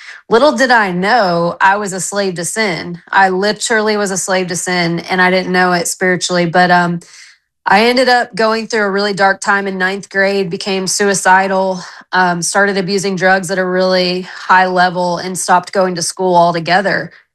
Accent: Texas, United States; now in Knoxville, United States; We're originally from West Texas, though. So, but now we live in Knoxville.

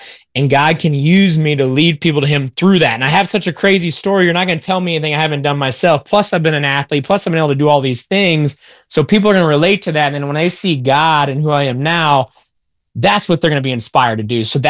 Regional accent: Iowa, United States; moved away as an adult; now in Oklahoma City, United States; I'm from Iowa, FCA there.

